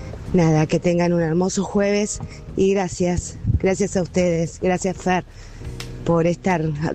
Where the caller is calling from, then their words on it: Buenos Aires, Argentina; de Liniers.